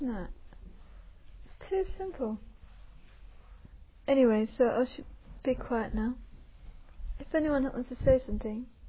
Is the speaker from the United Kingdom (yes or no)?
yes; England, United Kingdom